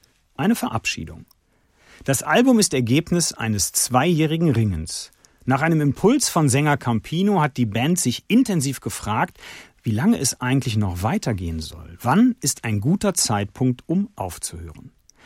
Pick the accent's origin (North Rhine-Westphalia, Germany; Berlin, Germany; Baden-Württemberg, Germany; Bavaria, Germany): North Rhine-Westphalia, Germany; Düsseldorf; Ich bin Düsseldorfer und liebe meine Heimat.